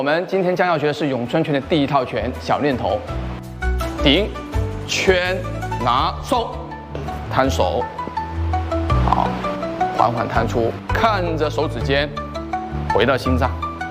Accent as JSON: {"language": "Chinese", "town": "Foshan", "region": "Guangdong", "country": "China", "tie": "born or raised there", "said": "我是一个地道的火山人，在火山生活到现在。"}